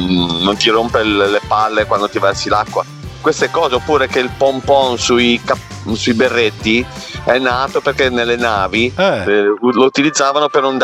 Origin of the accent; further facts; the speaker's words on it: Genoa, Liguria, Italy; io tanto innanzitutto sono genovese